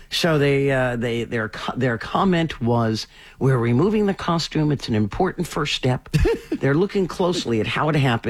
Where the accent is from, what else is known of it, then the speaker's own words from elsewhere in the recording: New England, United States; I'm from New England. There was no Starbucks. It was all Dunkin'.